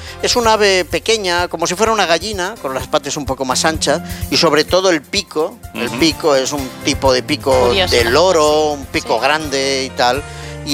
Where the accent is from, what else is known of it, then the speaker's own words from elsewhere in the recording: Barcelona, Catalonia, Spain; yo al salir de mi casa, donde yo nací, en Barcelona